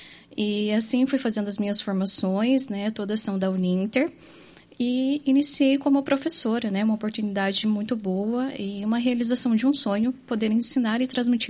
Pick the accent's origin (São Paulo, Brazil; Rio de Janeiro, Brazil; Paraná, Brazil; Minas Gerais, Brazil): Paraná, Brazil; Curitiba; born there; Eu nasci em Curitiba.